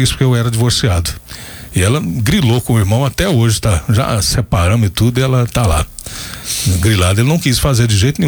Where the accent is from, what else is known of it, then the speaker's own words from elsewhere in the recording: Ceres, Goiás, Brazil; born there; Nasci em Ceres aí.